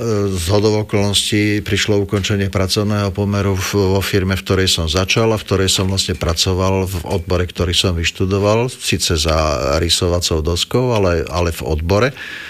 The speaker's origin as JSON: {"language": "Slovak", "town": "Košice", "region": "Košice Region", "country": "Slovakia", "also_born_or_lived": "Bratislava", "said": "pretože naozaj odkedy už moji rodičia nežijú a teda svojím spôsobom nemám veľmi za kým chodiť dozvolená, tak som Košičan jednoducho."}